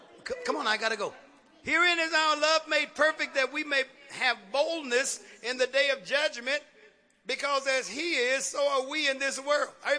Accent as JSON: {"language": "English", "town": "Oakland", "region": "California", "country": "United States", "said": "I'm from West Oakland."}